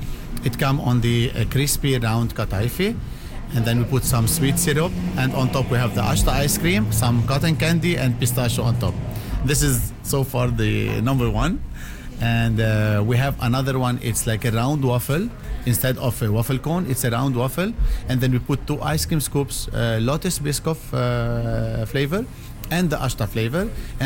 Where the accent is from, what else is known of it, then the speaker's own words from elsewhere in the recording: Lebanon; moved away as an adult; now in Vancouver, Canada; I was born and raised in Lebanon, and I moved here 6 years ago.